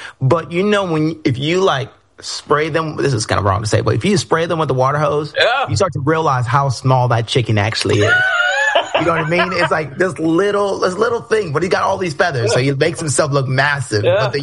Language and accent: English; Haleiwa, Hawaii, United States; also born or lived in Kailua; Yeah, I was born and raised in Hawaii. I was born in Kailua, so the east side of the island, and then raised on the north shore of this little town called Haleiwa.